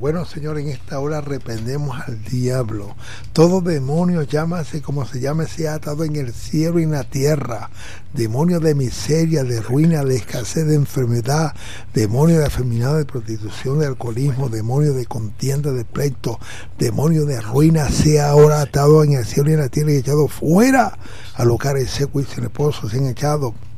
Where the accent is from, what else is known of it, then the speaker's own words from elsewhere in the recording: Venezuela; tú eres Venezuela y nosotros también somos venezolanos.